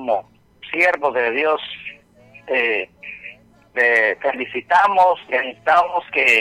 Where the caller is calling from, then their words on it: Zacapa, Guatemala; Estamos escuchando aquí en Zacapa, en la colonia Ring.